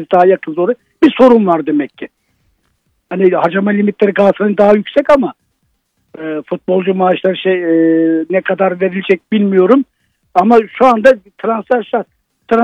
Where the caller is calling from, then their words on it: Çankırı Province, Turkey; Ilgaz Dağı'nın bir eteklerinde benim köyüm var.